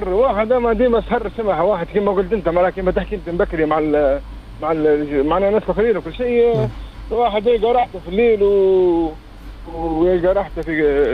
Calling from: Gabès, Gabès Governorate, Tunisia

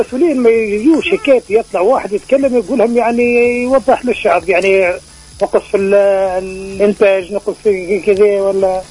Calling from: Tunisia; بس معك … من كسر السلطان

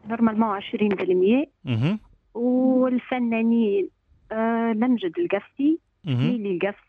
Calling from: Sidi Bouzid, Tunisia; نكلم فيك من سيدي بوزي.

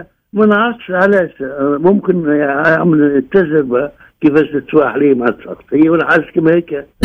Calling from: Sousse, Sousse Governorate, Tunisia; أنا من سوسة

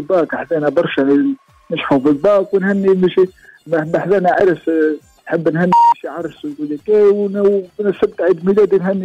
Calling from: Monastir Governorate, Tunisia; اسمي ولايه المنستير

